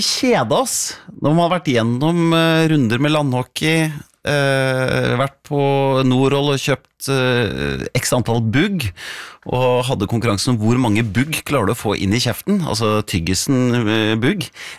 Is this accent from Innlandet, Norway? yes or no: yes; Hamar, Innlandet, Norway; Husker jeg satt i løybenken hjemme på Hamar.